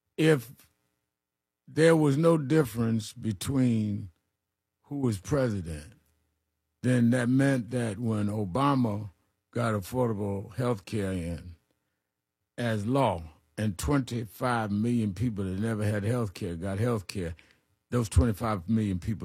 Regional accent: New York City, New York, United States; I grew up in Brownsville.

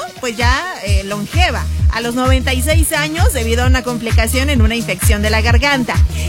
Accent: Mexico

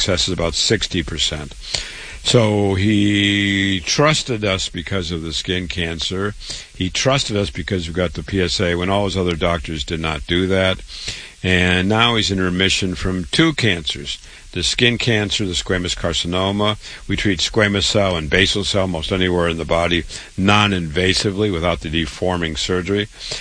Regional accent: Waterloo, Iowa, United States; So I was born in Waterloo, Iowa. … I went to public school there, university, MD, real medical doctor at age 25

